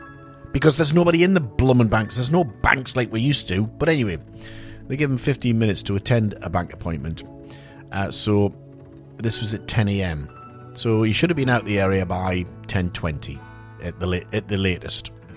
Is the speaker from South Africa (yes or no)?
no; South Shields, North East England, United Kingdom; It's all about my hometown, South Shields.